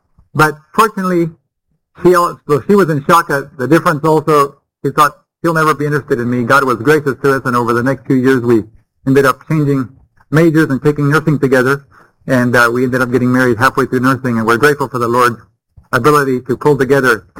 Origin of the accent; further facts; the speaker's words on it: Bolivia; I grew up with her in Bolivia.